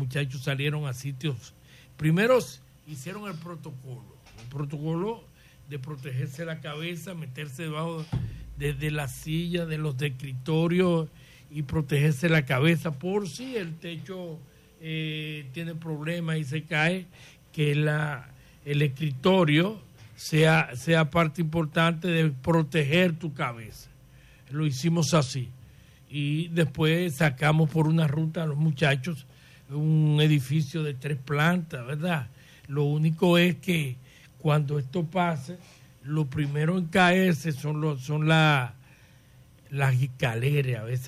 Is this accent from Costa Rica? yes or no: no; Dominican Republic; nosotros somos una islita más pequeña, media isla.